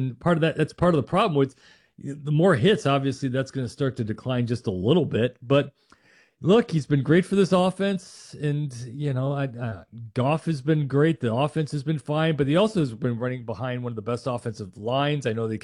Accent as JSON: {"language": "English", "region": "Minnesota", "country": "United States", "tie": "born or raised there", "said": "But then again, I grew up in Minnesota, and all my Vikings friends feel cursed."}